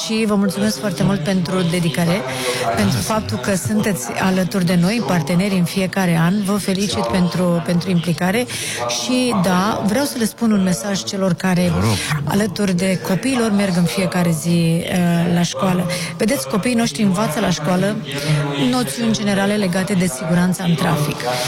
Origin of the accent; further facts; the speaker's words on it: Moldavia, Romania; born there; moved away; eu sunt din Moldova